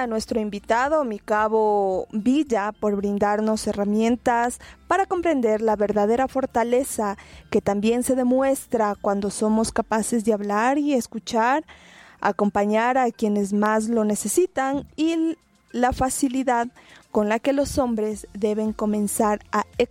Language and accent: Spanish; Ecuador; nuestra identidad como ecuatorianos